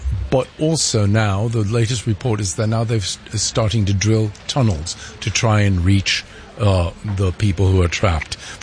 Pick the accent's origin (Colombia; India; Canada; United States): Colombia; I come from Colombia, and it's a land of earthquakes. There's nothing you can do about it. I can remember as a child at least 4 very strong earthquakes.